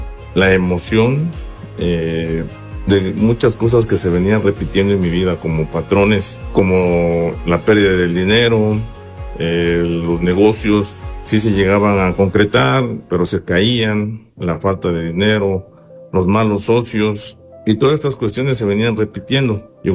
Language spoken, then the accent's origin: Spanish; Tlapa de Comonfort, Guerrero, Mexico; Yo soy del municipio de Tlapa de Comonfort, Guerrero. Aquí tienen su casa, donde vivimos una infancia muy feliz.